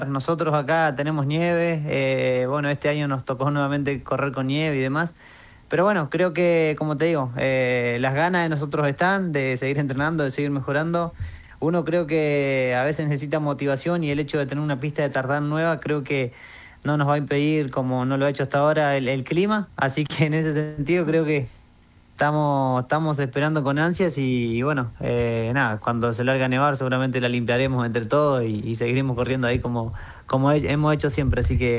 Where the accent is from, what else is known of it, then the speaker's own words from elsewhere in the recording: Gualjaina, Chubut, Argentina; now in Esquel, Argentina; yo soy de Gualjaina. Allá cuando yo corría en Gualjaina, los primeros meses corría al borde o alrededor de una cancha de fútbol que había. Y bueno, después ya me vine acá a Esquel